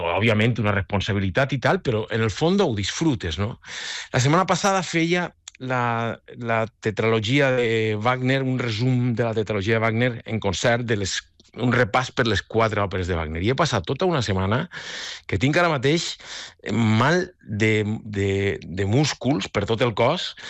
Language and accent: Catalan; Altea, Valencian Community, Spain